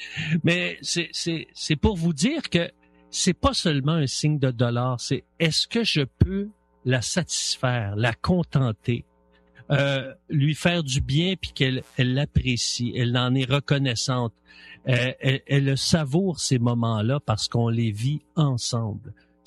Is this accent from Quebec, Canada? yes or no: yes; Laval, Quebec, Canada; Moi, je savais pas, je viens de Laval.